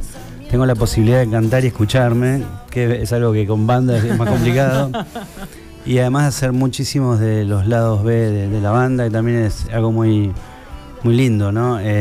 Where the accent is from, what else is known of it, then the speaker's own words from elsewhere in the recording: Castelar, Buenos Aires Province, Argentina; yo soy de Castelar